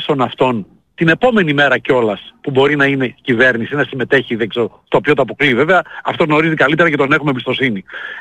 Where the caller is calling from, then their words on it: Macedonia, Greece; είμαστε Μακεδόνες, μας καίει